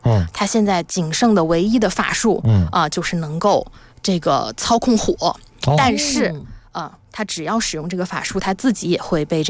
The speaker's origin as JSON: {"language": "Chinese", "region": "Hunan", "country": "China", "said": "我是湖南人"}